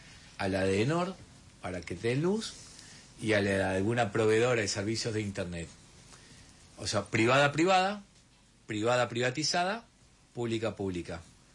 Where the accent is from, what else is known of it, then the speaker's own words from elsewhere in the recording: Argentina; eso somos los argentinos